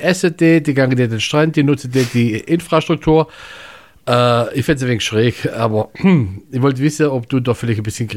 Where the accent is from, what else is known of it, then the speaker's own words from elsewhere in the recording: Baden-Württemberg, Germany; accent: Italian Swabian; Ah, aus meiner Heimat, gut.